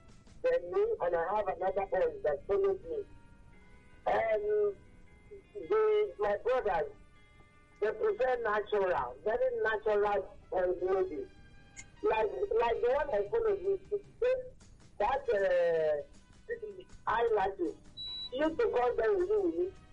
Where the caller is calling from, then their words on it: Delhi, India; I'm calling from the Delhi.